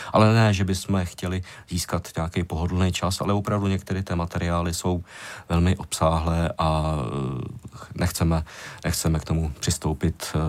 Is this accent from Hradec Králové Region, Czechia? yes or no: no; Vysočina Region, Czechia; já jsem hrdý z Vysočiny, takže já to teď zmiňuji takhle široce.